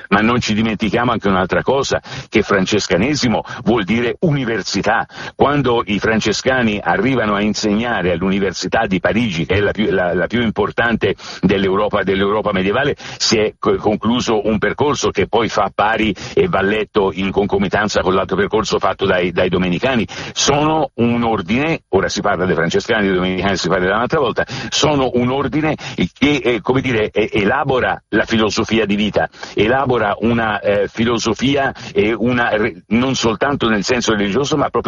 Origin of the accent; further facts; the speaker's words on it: Siena, Tuscany, Italy; da senese lo pretendo